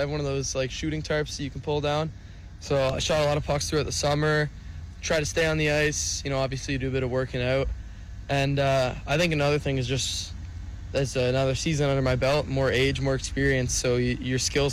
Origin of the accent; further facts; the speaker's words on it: Kemptville, Ontario, Canada; being a kid growing up in Kempville